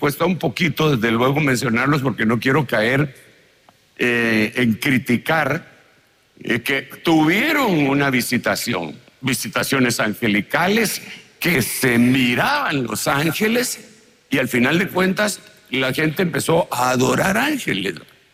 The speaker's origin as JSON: {"language": "Spanish", "country": "Guatemala", "moved": "yes", "lives_now": "Chile", "said": "yo vengo pues de Guatemala"}